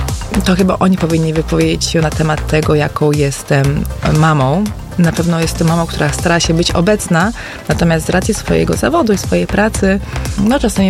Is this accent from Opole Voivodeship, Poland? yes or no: no; Augustów, Podlaskie Voivodeship, Poland; now in Iława, Poland; Ja jestem augustowianką rodowitą.